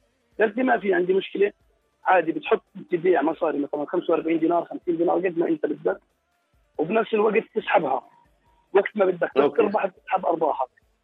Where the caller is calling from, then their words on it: Jordan; احنا اردنيين